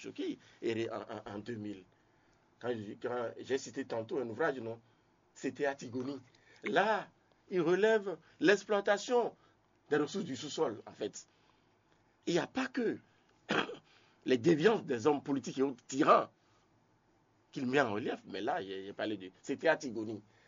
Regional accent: Benin; Parce que, entre-temps, la révolution s'est appris par là, chez nous au Bénin.

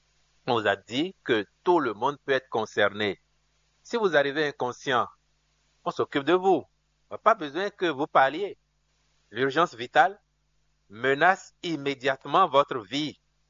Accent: Benin; comme je suis un Béninois responsable

